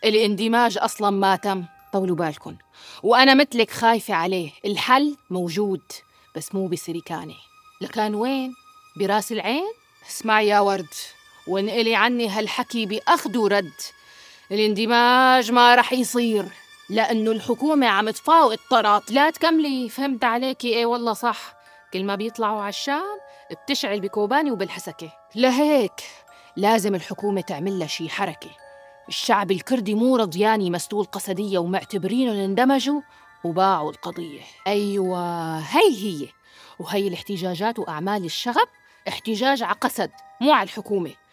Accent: Syria; حظنا كسوريين

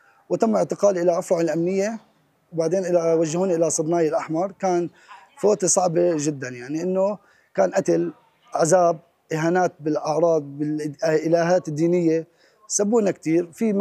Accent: Syria; ورجعنا على مخيمنا وعبيوتنا وعلى سوريا، هي امنا، نحن فلسطينيين سوريين واحد.

